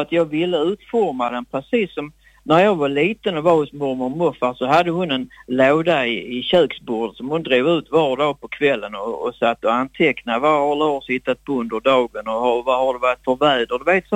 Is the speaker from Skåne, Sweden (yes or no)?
yes; Skåne, Sweden; accent: Scanian (skånska); jag brukar skoja och säga att jag är tvåspråkig. Jag pratar både skånska och svenska.